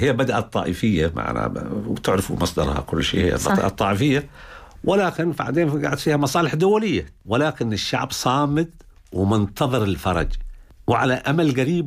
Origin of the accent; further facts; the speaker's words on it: Marib, Yemen; أنت منين؟ أنا من كوين سبا، عشان فكرة أنا من مدى مارب اللي هي ملكة سبا فيها سبا.